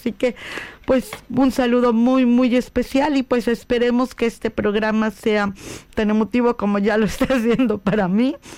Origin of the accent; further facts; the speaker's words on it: Mexico; como buena mexicana podemos decir que somos los mejores anfitriones.